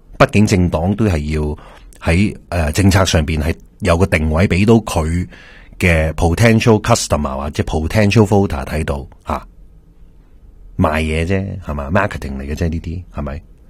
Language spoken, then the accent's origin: Cantonese; British Columbia, Canada; 我哋加拿大人本身得到嘅努力，而亦都可惜嘅咧，只不过呢个系个开端。